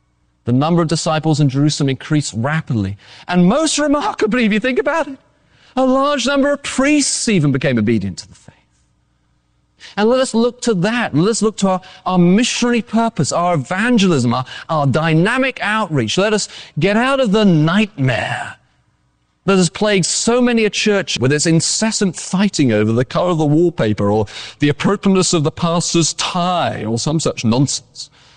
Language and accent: English; England, United Kingdom; you won't get all this because after all, I am English. This is a sort of English context joke.